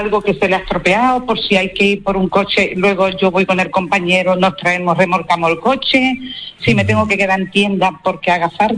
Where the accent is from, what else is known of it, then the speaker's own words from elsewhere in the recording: Tarifa, Andalusia, Spain; yo soy andaluza, yo estoy aquí, vine aquí buscando trabajo y ya me quedé aquí.